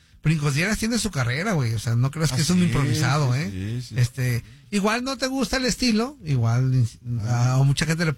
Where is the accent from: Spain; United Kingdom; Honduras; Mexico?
Mexico; Pues nosotros como mexicanos, Antonio, estamos saludando a todo el mundo.